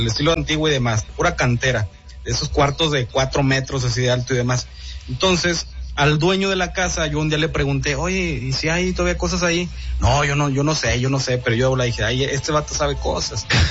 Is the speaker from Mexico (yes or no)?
yes; San Juan del Río, Durango, Mexico; Entonces, en mi pueblo es el segundo colonizado aquí en el estado de Durango. El primero fue Nombre de Dios y luego fue San Juan de Río en las misiones franciscanas.